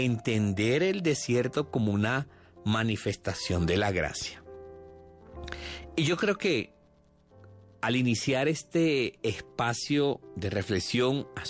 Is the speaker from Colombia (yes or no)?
yes; Colombia; yo como colombiano